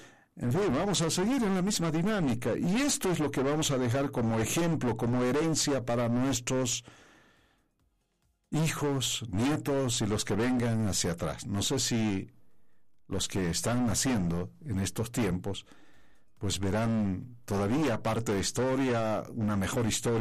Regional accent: Bolivia; nuestra querida Bolivia.

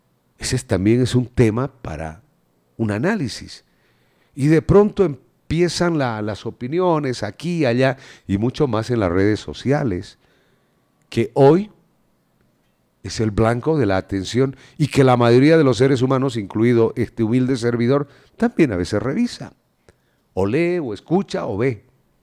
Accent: Bolivia; uno como boliviano

